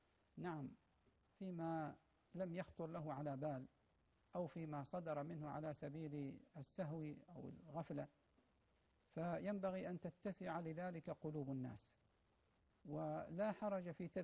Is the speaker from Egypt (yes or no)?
no; Oman; بلادنا عمان